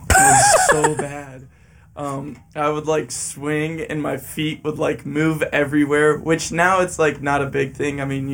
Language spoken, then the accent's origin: English; Hood River, Oregon, United States; born there; also born or lived in Maryland / Washington, D.C.; I'm from Hood River, Oregon, which is like a small town about an hour east of Portland.